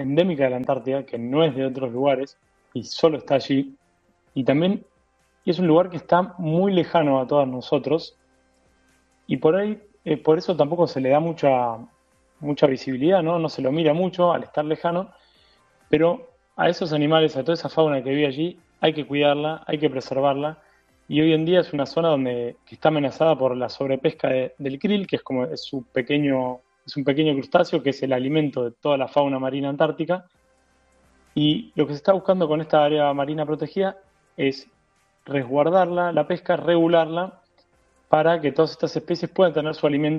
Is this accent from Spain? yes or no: no; Buenos Aires Province, Argentina; somos de la costa? De Buenos Aires.